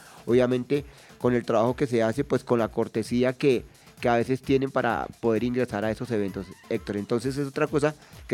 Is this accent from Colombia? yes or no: yes; Colombia; nuestro país como sede organizadora